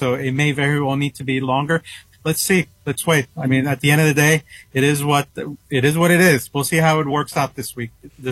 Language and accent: English; New York, United States; moved away; also born or lived in Tuxedo, New York